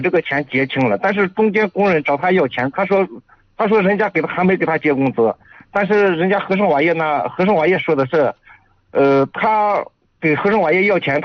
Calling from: Yuncheng, Shanxi, China; 我现在在运城。

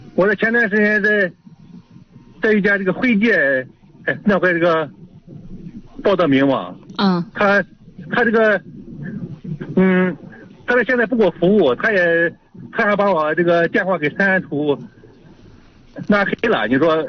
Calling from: Yuncheng, Shanxi, China; 我是盐湖区人。

